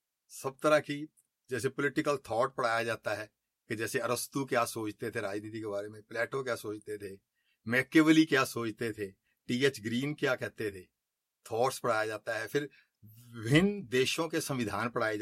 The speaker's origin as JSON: {"language": "Hindi", "town": "Ambala", "region": "Haryana", "country": "India", "tie": "born or raised there", "also_born_or_lived": "Amritsar / Delhi / Solan", "said": "मेरा जन्म 1954 में अमृतसर में हुआ, लेकिन मेरा पालन पोषण और शिक्षा अधिकांशतः अंबाले में हुई। कुछ समय दिल्ली में भी स्कूलिंग की शिक्षा ली, और हिमाचल प्रदेश के सोलन में भी, लेकिन मैट्रिक बीए एमए मैंने सब अंबाला से ही की।"}